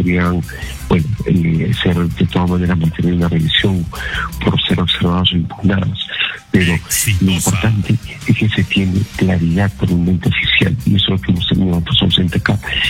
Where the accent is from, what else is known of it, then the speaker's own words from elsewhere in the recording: Peru; somos todos los peruanos